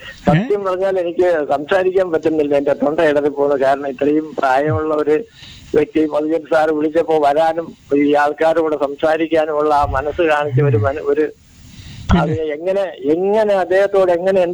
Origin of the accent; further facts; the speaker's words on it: Vellanad, Kerala, India; born there; ഈ വെള്ളനാടിന്റെ മണ്ണിൽ ജനിക്കാൻ കഴിഞ്ഞതിൽ